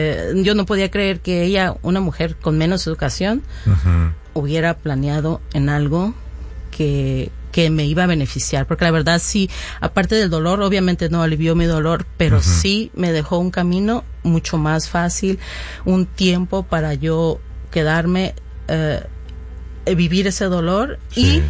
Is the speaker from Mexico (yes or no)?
yes; Mexico; Mi mamá, yo soy de México, mi mamá es de Michoacán.